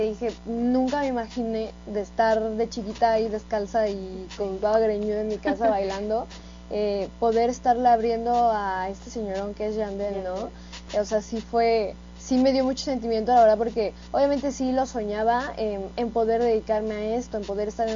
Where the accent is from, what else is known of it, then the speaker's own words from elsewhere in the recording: Toluca, State of Mexico, Mexico; allá de donde soy, de Toluca